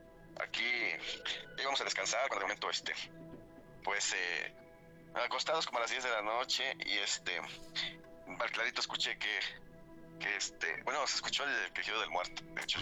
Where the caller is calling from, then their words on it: Tlaxcala, Mexico; de Tlaxcalita la Bella.